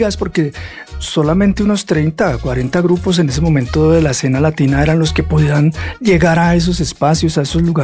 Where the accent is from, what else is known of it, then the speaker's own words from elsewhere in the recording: Bogotá, Bogotá Capital District, Colombia; Y nosotros pues somos rolos